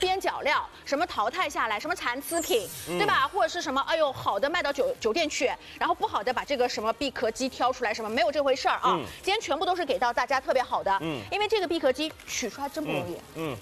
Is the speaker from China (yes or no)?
yes; Shanghai, China; 因为我们上海人吃这个吃的不太多